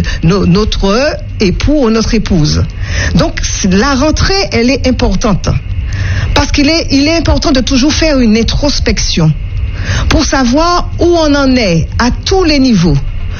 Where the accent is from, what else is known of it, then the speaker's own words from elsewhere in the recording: France; Notre monde, c'est notre monde national, puisque nous sommes français.